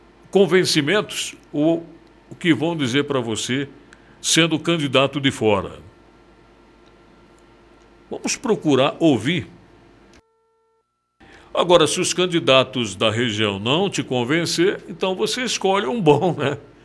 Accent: Brazil

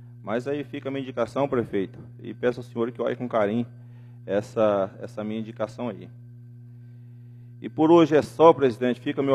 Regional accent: Vila Rica, Mato Grosso, Brazil; A gente que mora aqui em Vila Rica, eu nasci em Vila Rica, né, 41 anos que eu moro aqui

